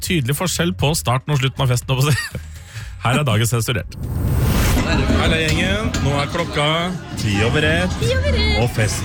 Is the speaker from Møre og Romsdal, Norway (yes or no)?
no; Sarpsborg, Østfold, Norway; moved away; du hører at jeg har vært hjemme i Sarpsborg.